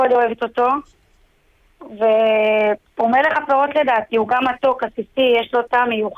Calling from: Ashdod, Southern District, Israel

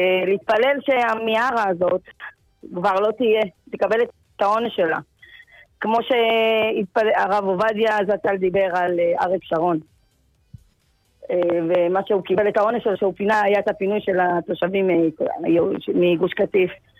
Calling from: Ashkelon, Southern District, Israel; מירושלים, אני מאשקלון.

